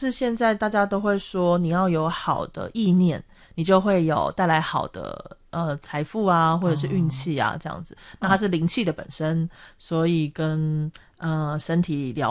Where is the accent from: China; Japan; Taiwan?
Japan; Chinese is a second language; 对，然后我是一个日本人，